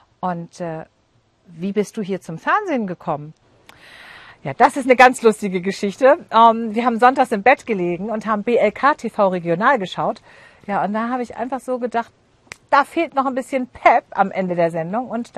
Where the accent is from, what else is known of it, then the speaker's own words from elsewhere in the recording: Hamburg, Germany; dann bin ich natürlich in Hamburg, in meiner Heimatstadt.